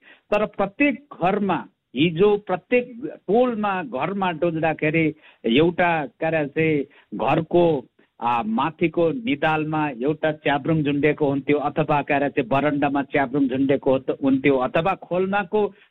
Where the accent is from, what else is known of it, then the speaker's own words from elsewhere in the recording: Koshi Province, Nepal; मेरो गाउँघर टोलबस्ती 70 गाउँपालिकाभित्र, म 70 गाउँपालिकाको अहिले गाउँपालिका प्रमुख पनि भएकोले